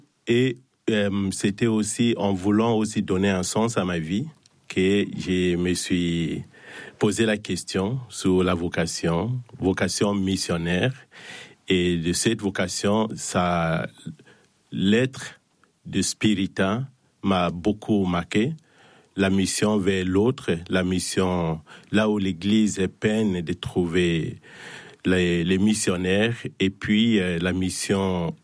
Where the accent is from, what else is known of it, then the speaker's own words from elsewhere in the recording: North East, Nigeria; moved away as an adult; now in France; Autrement, je suis donc d'originaire de la province du Nigeria nord-est.